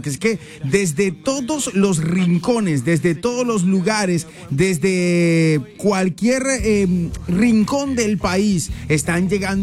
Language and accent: Spanish; Colombia